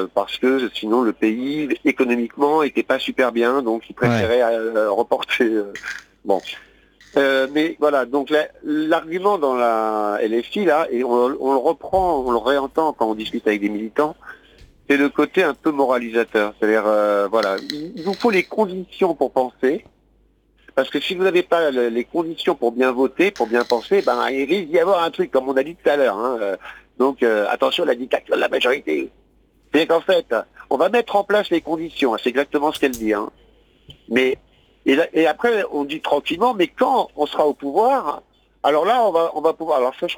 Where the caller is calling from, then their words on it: Paris, Île-de-France, France; je suis un Parisien